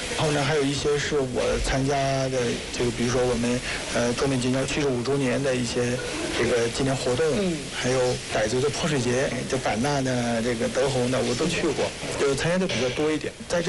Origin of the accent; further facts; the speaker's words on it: Myanmar; 我们缅甸那边的这个潜意识里边，卖花不可能有这么大，像个大商场那种。